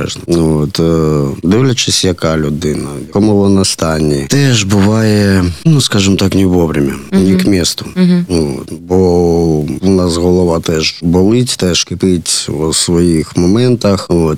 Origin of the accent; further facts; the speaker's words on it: Kharkiv, Kharkiv Oblast, Ukraine; це мій рідний місто.